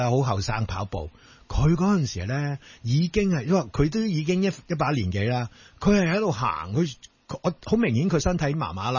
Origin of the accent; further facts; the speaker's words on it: Hong Kong; 有阵时咧，啲人会话你喺边度嚟？我香港，